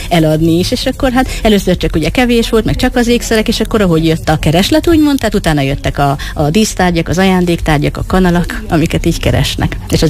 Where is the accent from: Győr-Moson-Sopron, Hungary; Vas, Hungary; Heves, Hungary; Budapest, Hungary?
Budapest, Hungary; now in Cserépfalu, Hungary; Hát a nyugalmat, a csendet, hát én pesti vagyok eredetileg, úgyhogy nagy változás volt ahhoz képest.